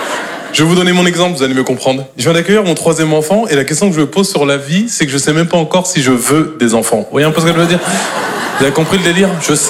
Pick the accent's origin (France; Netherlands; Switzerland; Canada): France; Normandy; Moi, je suis normand de base et j'aime pas trop silence.